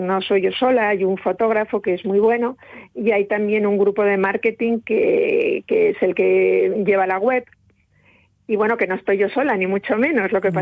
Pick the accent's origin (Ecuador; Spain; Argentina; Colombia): Spain; Oviedo, Asturias; born there; Pues sí, bueno, realmente nací en Oviedo, me nacieron en Oviedo.